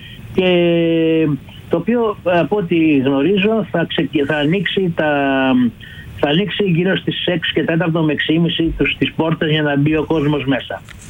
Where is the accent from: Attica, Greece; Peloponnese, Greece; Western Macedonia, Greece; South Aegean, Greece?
Attica, Greece; Athens; μεγαλώσαμε και δύο στη Φωκίωνος Νέγρη